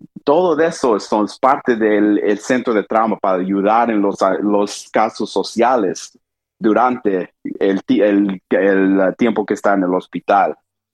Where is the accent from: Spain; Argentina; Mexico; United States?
United States; Texas; moved away as an adult; also born or lived in Saudi Arabia / Nashville / New Haven / Florida; now in Allentown, United States; crecí en el estado de Texas, afuera de Houston. Pasé, tú sabes, tiempo ahí. Y después, cuando salí de Texas, fui a la universidad en Nashville